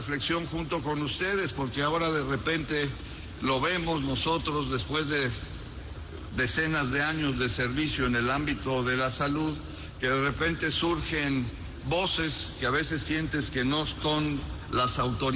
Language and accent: Spanish; Mexico; Y nosotros como sociedad mexicana no debemos de perder ese enfoque